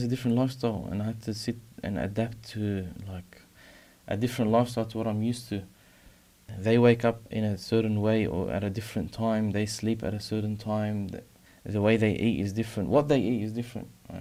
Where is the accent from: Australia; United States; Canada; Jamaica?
Australia; born there; moved away as an adult; I was born here in Australia. But to move away from my home and go live and take another place as a permanent home for years, it was hard at the start